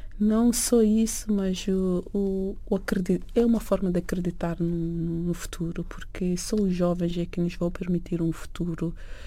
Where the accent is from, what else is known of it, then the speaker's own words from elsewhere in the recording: Mozambique; born there; Nós somos do Movimento das Artes de Moçambique desde miúdas.